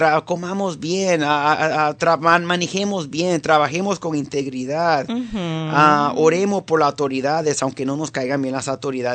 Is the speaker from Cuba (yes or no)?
no; Venezuela; now in United States; yo soy venezolano.